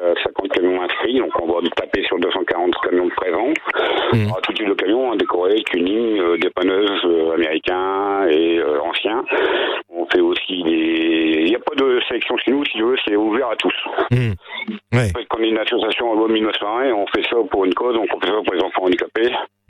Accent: Hauts-de-France, France; Les Ch'tis parce qu'on est du Nord

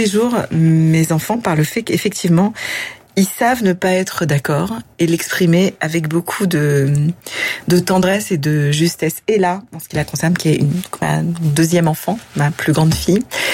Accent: France; J'ai le sentiment que je dois tenter d'apporter en Europe et en France, là où j'ai grandi, une voix qui, je l'avoue, m'a été manquante dans mon éducation juive.

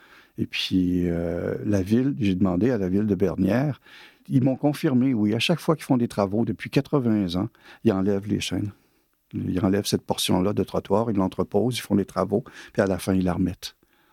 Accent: Caen, Normandy, France; born there; Bah, j'habite à Caen, je suis né à Caen.

